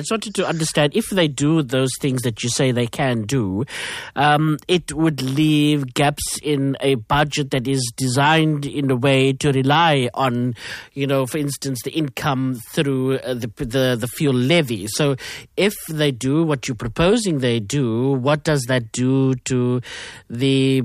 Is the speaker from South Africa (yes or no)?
yes; South Africa; I was very happy as a South African